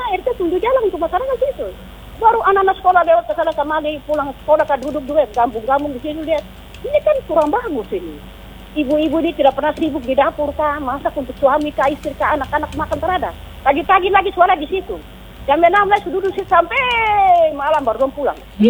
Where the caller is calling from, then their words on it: Papua, Indonesia; kita orang Papua